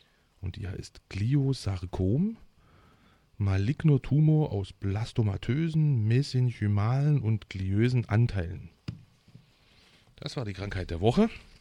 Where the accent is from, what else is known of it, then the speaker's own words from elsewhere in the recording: Heidenheim an der Brenz, Baden-Württemberg, Germany; Und die Band, die jetzt folgt, kommt aus meiner alten Heimatstadt, Heidenheim an der Brenz.